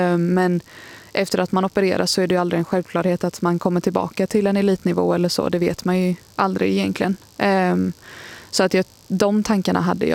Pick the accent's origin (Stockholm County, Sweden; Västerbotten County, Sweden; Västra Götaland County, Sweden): Västra Götaland County, Sweden; Gothenburg; om jag opereras hemma i Göteborg